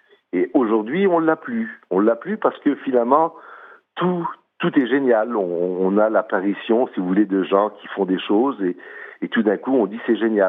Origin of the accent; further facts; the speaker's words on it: Quebec, Canada; chez nous au Québec